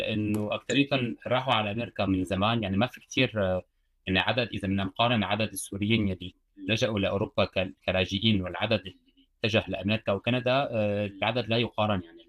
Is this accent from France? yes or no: yes; France; انا خلقت بفرنسا والبابا اجى على سوريا على فرنسا من 80 وما عاد رجع على سوريا، بقى نحن اللي خلقانين بفرنسا وكبرنا هون